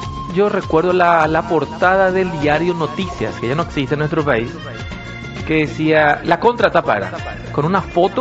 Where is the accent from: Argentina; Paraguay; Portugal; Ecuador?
Paraguay